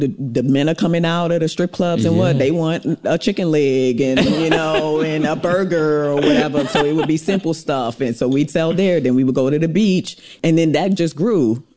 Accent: St. Thomas, U.S. Virgin Islands

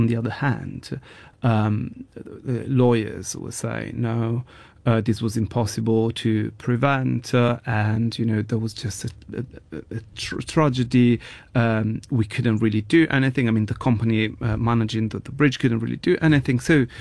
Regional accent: Genoa, Liguria, Italy; English is a second language; moved away; I'm originally from Genoa, and I was visiting my family because was a public holiday.

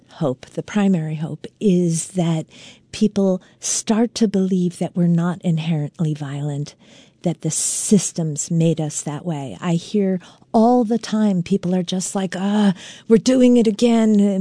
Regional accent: New York, United States; moved away as an adult; now in Vermont, United States; I mean, I'm not born and raised here. I'm a New Yorker. I came up here the summer of 2000

